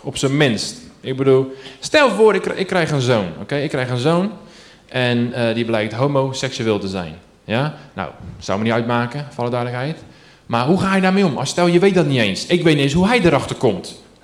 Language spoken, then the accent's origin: Dutch; IJsselmonde, South Holland, Netherlands; Ik kom uit IJsselmonde. In Zeeuwen vandaan. Om het hoekje. Ik ben opgegroeid daar.